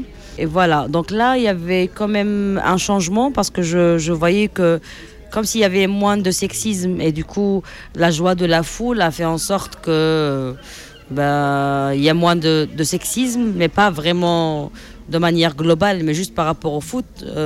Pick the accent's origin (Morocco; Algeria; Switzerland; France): Morocco; Salé, Rabat-Salé-Kénitra; now in Rabat, Morocco; je suis née à Salé, qui est une ville à côté de Rabat, à 10 minutes en voiture, et je suis basée à Rabat, ça fait 6 ans.